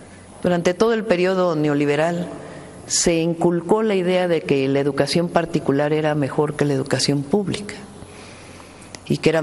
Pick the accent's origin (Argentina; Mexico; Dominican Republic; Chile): Mexico; como mexicanas y como mexicanos.